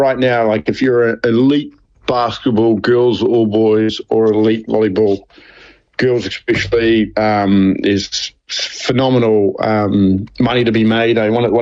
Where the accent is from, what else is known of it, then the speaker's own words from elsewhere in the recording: New Zealand; but growing up in New Zealand, they were kind of like, hey, you know, settle down, you know, the tool poppy a wee bit.